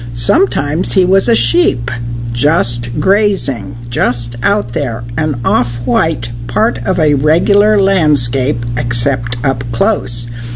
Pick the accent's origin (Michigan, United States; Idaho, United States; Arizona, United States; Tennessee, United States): Arizona, United States; Nogales; born there; I was born in Nogales, Arizona, on the border between Mexico and the United States.